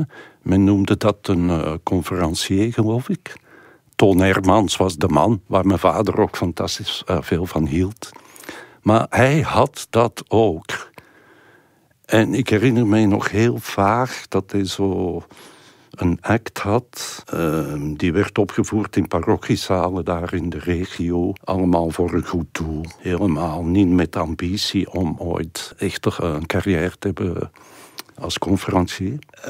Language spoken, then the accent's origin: Dutch; Turnhout, Flanders, Belgium; Ik was 12 jaar. En bij ons thuis in Turnhout kwam er elk jaar een kermis in de straat.